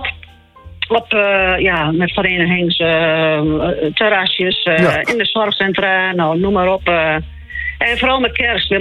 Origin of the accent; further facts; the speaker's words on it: Drenthe, Netherlands; Ik kom uit Zinderveen